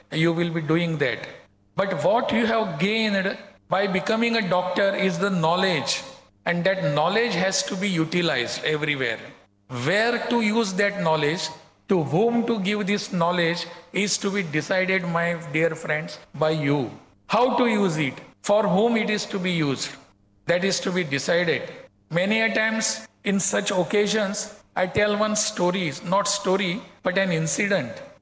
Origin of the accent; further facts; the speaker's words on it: Goa, India; Even in some places, I'm coming from Goa. In Goa, we call learned persons as doctors.